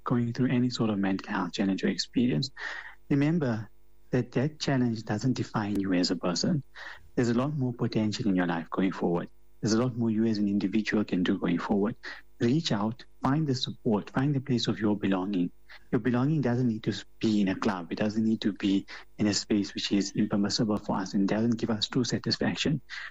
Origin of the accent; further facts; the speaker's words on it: South Africa; It doesn't mean us as South African Muslims, we're immune to it